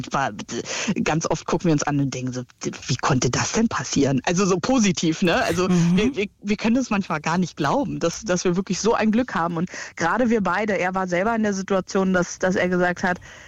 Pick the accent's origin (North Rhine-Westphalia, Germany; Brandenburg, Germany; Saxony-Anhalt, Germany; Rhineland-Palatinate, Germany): Brandenburg, Germany; Potsdam; also ich komme ursprünglich aus Potsdam und meine Eltern leben auch noch im Potsdamer Umland und meine Schwester auch.